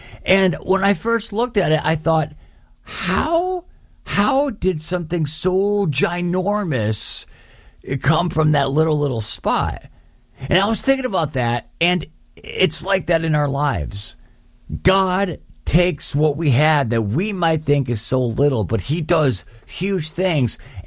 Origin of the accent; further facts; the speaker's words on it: Mundelein, Illinois, United States; I'm in my hometown of Mundelein, Illinois.